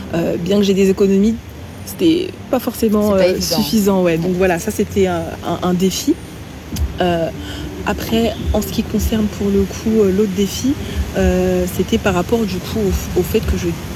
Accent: Mali; moved away; dans mon pays d'origine, hein, le Mali.

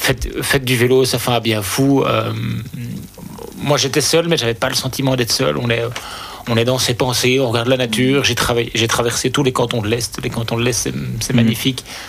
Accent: Brussels, Brussels-Capital Region, Belgium; Tout ça pour dire que j'ai grandi à Bruxelles

